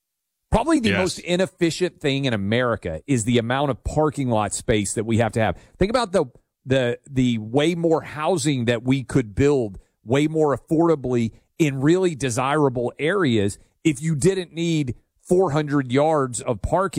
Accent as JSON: {"language": "English", "region": "Tennessee", "country": "United States", "tie": "born or raised there", "said": "in my home state of Tennessee every day"}